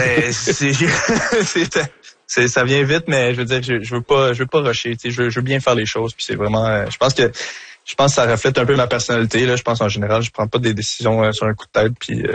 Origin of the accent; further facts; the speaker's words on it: Montreal, Quebec, Canada; je suis Montréalais dans l'âme